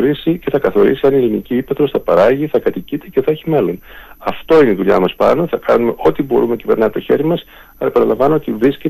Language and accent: Greek; Greece